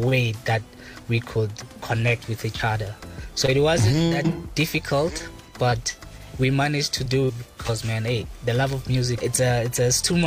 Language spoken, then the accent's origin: English; Kasi, Western Cape, South Africa; How about I say Chronicle Deep and just bring it back to Kasi, because I'm a dude from Kasi.